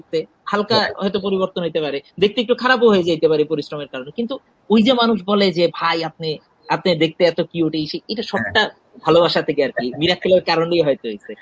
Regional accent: Dhaka, Dhaka Division, Bangladesh; আমি আসলে ঢাকাতেই বড় হয়েছি

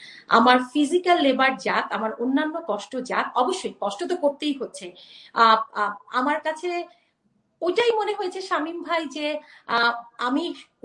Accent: Bangladesh; এখানে আসলে দুটো ব্যাপার আছে, এক হচ্ছে যে আমরা বাংলাদেশি, হ্যাঁ, so we came from like you know একটা ভ্যালুস থেকে, হ্যাঁ, একটা কালচার থেকে। তুমি যদি আমাকে বলো অ্যাজ এ বাংলাদেশি হিসেবে

